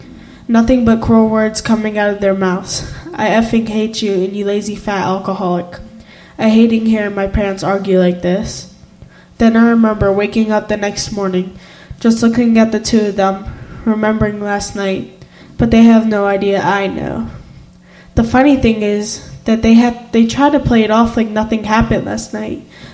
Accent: Pittsburgh, Pennsylvania, United States; born there; also born or lived in Erie, Pennsylvania; I grew up on the north side most of my life, but I was born in Erie, PA. I moved to the north side when I was about 7 or 8, and I'm now 14 years old.

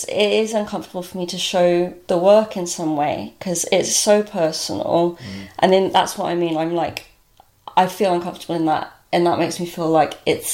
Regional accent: East of England, United Kingdom; also born or lived in Norwich; I studied at Norwich University of the Arts, and I'm from Norfolk. I was from a little village in Norfolk, and then moved to Norwich and studied there, and then did my History of Art MA after, but I've always stayed in Norfolk. I love Norfolk.

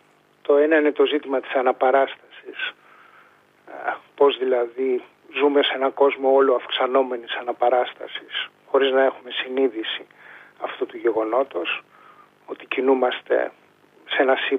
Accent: Thessaloniki, Central Macedonia, Greece; μεγάλωσα στη Θεσσαλονίκη

